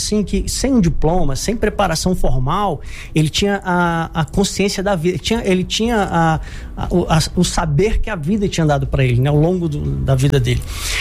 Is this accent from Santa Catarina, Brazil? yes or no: no; Piauí, Brazil; also born or lived in Brasília; Então minha vida começou na roça, no interior do Piauí, uma terra onde, na verdade eu nasci em Brasília, minha mãe era doméstica, com um ano ela entendeu que não tinha como cuidar de uma criança e trabalhar